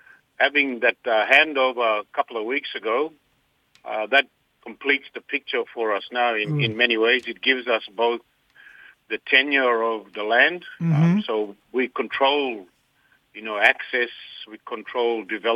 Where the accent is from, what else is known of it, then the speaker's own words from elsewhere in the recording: Queensland, Australia; Brother, we are from the Central Islands, from an island called Warrior or Tudu, and Yama or Yam.